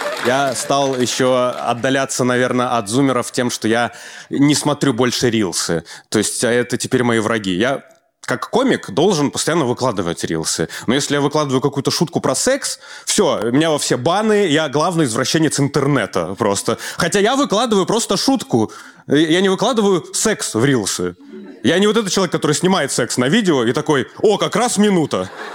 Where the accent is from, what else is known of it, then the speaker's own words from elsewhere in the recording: Belarus; now in Moscow, Russia; Я из Беларуси, мне 37 лет исполнилось